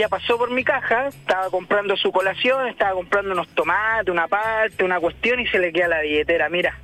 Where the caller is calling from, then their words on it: Chile; como todo chileno promedio